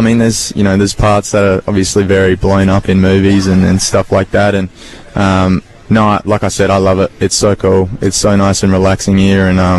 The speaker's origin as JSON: {"language": "English", "region": "South Australia", "country": "Australia", "tie": "born or raised there", "also_born_or_lived": "Gold Coast, Queensland, Australia", "moved": "yes", "lives_now": "Mississippi, United States", "said": "I'm from the Gold Coast, so Queensland, Australia. I'm originally from South Australia, so grew up there and then moved up."}